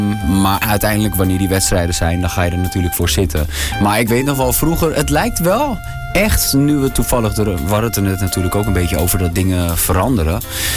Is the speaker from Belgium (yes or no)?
no; Amsterdam, North Holland, Netherlands; moved away as an adult; now in Huizen, Netherlands; En ik kom zelf uit Amsterdam-Noord.